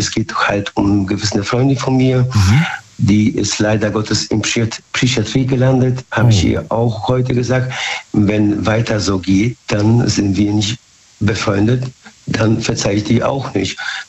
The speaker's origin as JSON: {"language": "German", "town": "Bad Godesberg", "region": "North Rhine-Westphalia", "country": "Germany", "said": "Aus Bad Godesberg, haben wir schon gesprochen."}